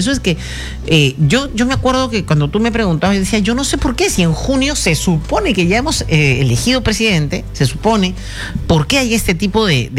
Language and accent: Spanish; Peru; está en nuestras manos como peruanos hacer esos cambios